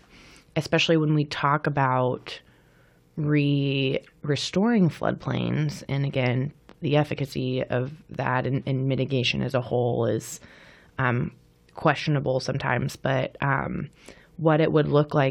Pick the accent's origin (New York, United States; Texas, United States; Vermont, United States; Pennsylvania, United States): Texas, United States; as someone who, I grew up in Central Texas, so the 4th of July floods really hit close to home.